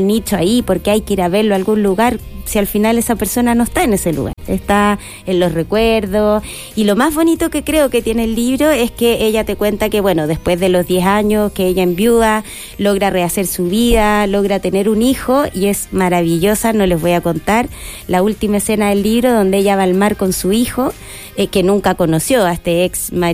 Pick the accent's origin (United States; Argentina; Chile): Chile; y también, por qué no, de cómo somos los chilenos enfrentados a distintas situaciones.